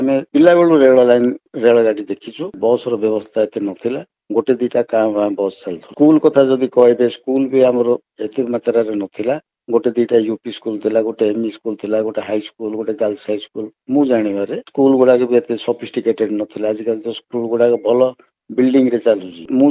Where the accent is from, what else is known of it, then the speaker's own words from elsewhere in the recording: Rayagada, Odisha, India; born there; ମୋର ନିଜ ଜନ୍ମସ୍ଥାନ ହେଲା ରାୟଗଡ଼ା, ବର୍ତ୍ତମାନ ସେଟା ରାୟଗଡ଼ା ଜିଲ୍ଲା ରାୟଗଡ଼ା ସହର। ମୁଁ ଯେତେ 1960 ମସିହାରେ ମୋର ଜନ୍ମ